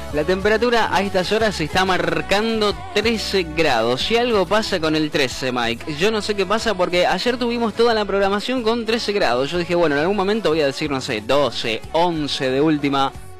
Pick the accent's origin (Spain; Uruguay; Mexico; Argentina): Argentina; Uno como argentino siempre como que encuentra excusas, ¿viste?